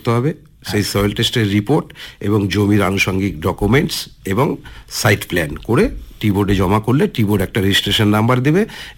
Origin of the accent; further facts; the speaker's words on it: West Bengal, India; আমরা উত্তরবঙ্গের